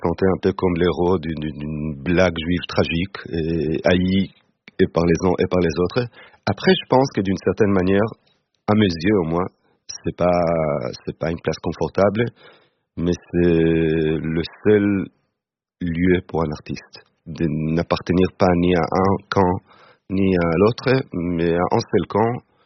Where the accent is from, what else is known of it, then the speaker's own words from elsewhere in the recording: Israel; moved away as an adult; now in France; Moi, évidemment, je suis israélien et j'ai quitté Israël suite aux raisons politiques.